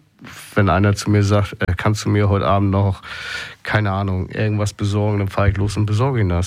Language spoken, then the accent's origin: German; Schleswig-Holstein, Germany; Ich bin aus Schleswig-Holstein